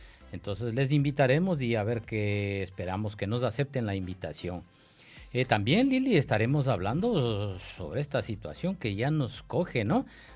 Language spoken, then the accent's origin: Spanish; Ecuador; como ecuatorianos que somos, pues creo que tenemos contacto con la familia, ¿no?